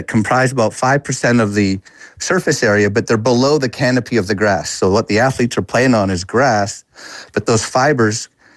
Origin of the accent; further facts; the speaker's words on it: Canada; I'm an avid fan, and I'm a Canadian, so I'll be cheering for several teams, including Canada.